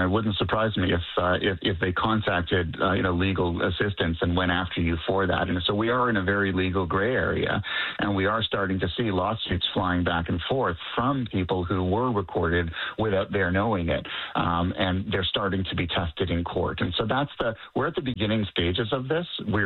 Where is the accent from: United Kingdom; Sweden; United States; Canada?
Canada; we're Canadian